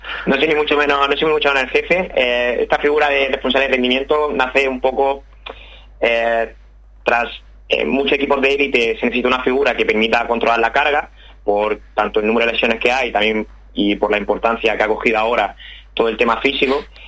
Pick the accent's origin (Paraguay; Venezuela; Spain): Spain; Almería, Andalusia; moved away as an adult; now in Barcelona, Spain; Es verdad que he pasado toda mi vida en Almería, desde que nací hasta pues 23, 24 años. También mi etapa universitaria la hice allí en Almería, pero bueno, ahora mismo vivo en Barcelona.